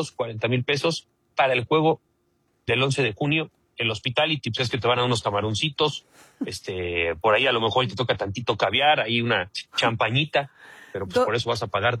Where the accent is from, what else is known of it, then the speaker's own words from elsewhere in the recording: Mexico; Lo recibimos como somos los mexicanos